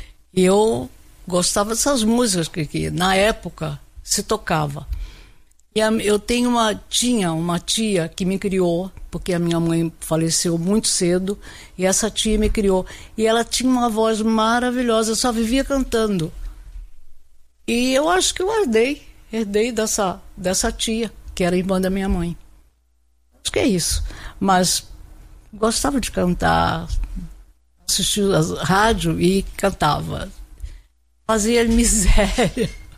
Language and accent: Portuguese; Campos dos Goytacazes, Rio de Janeiro, Brazil; now in São Paulo, Brazil; Sou do estado. Sou carioca de Campos, estado do Rio.